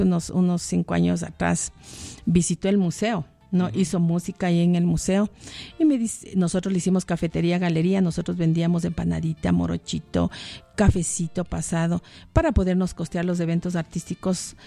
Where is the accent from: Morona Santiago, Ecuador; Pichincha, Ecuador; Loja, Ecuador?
Pichincha, Ecuador; Calacalí; mi pueblo es más conocido por el trago que por lo turístico.